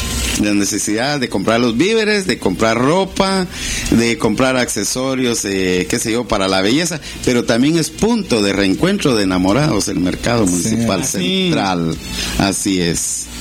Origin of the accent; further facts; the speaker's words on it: Barberena, Santa Rosa, Guatemala; now in Petén, Guatemala; No, yo soy santarroseño, soy de Barberena, Santa Rosa.